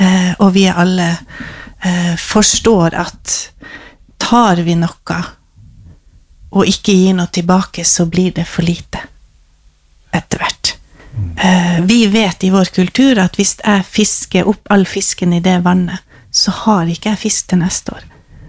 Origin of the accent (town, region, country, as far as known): Finnmark, Norway